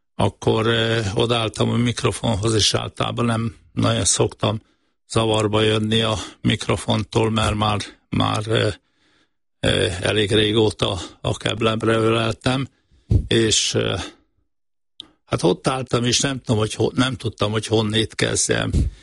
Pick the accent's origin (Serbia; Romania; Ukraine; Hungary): Hungary; Szombathely, Vas; born there; also born or lived in Sárvár; Én Vas megyei vagyok, majdnem 80 éve születtem Sárváron, és 9 éves koromtól Szombathelyen éltem 18 éves koromig. Igazán oda tartozólag tartom magamat